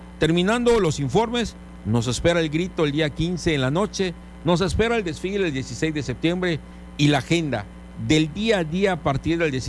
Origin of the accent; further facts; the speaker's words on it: Cozumel, Quintana Roo, Mexico; somos de Cozumel, nacimos en Cozumel.